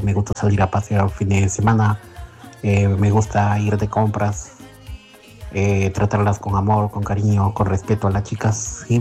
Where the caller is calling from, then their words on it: Chiclayo, Lambayeque, Peru; soy de Chiclayo.